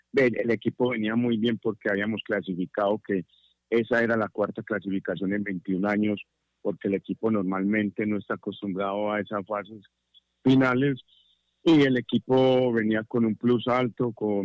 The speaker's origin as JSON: {"language": "Spanish", "town": "Medellín", "region": "Antioquia", "country": "Colombia", "tie": "born or raised there", "moved": "yes", "said": "Sí, yo soy nacido en Medellín, Antioquia, en una comuna que es el barrio Campo Valdés, y allá pues me nací, me crié, y es donde pertenezco"}